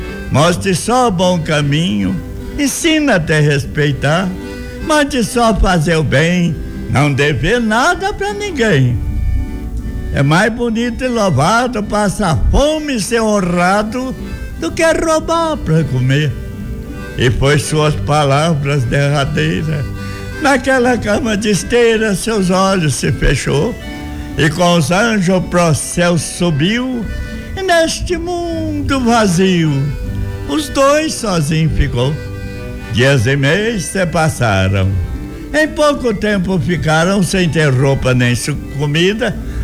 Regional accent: Tupaciguara, Minas Gerais, Brazil; moved away; also born or lived in São Paulo / Anápolis / Paraná; Já não sou criança mais. Sou filho de Tupaciguara. … Aqui é minha terra.

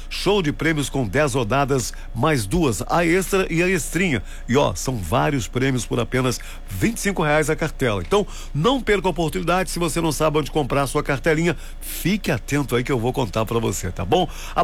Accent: Lima Duarte, Minas Gerais, Brazil; Alô, comunidade Lima Duarte, um abraço pra todo mundo aí, carinho especial, né? Ah, tem que puxar sardinha pra me abraço, sou de lá também.

